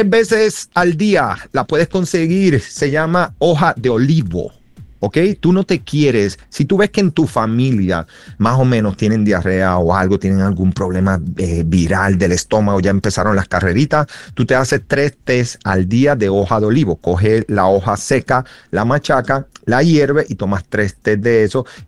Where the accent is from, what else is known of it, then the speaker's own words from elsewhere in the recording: Dominican Republic; nosotros somos dominicanos